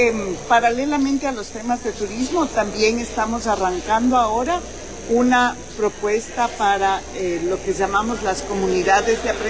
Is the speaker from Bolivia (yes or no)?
no; Ecuador; Suena un poquito difícil, pero yo soy ecuatoriana.